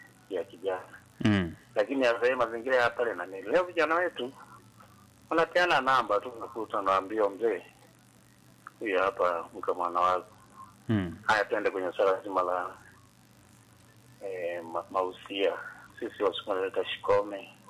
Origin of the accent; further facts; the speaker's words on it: Tanzania; Mimi ni Msukuma bwana Mr. P. Sisi wakati tunakuwa miaka ile uwezo ka pewa posa au kuruhusiwa kuwa kama hujajenga nyumba, tunaitaga sisi kwa lugha ya Kisukuma maji.